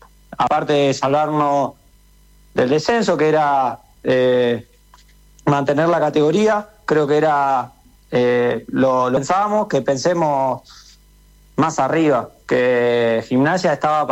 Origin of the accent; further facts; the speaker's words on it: Rosario, Santa Fe, Argentina; soy de Rosario, mi familia y yo, bueno, somos muy muy de Central